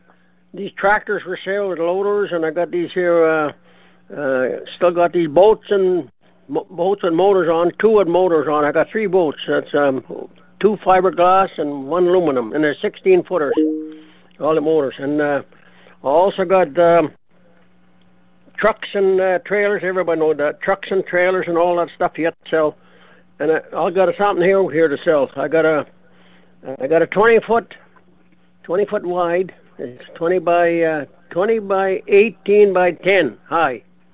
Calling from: Manitoba, Canada; I'm calling from Cloudy Interlake.

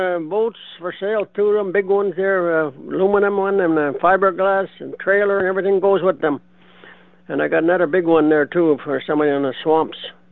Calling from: Manitoba, Canada; I'm calling from the sunny interlake.

